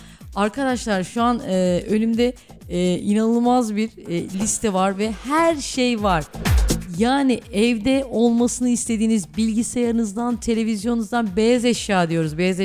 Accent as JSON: {"language": "Turkish", "region": "Düzce", "country": "Turkey", "said": "Tabii biz Düzceliler olarak Konsept AVM'yi yeni tanıyor olacağız."}